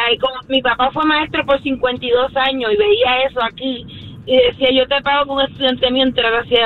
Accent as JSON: {"language": "Spanish", "country": "Puerto Rico", "tie": "born or raised there", "moved": "yes", "said": "Yo soy de Puerto Rico"}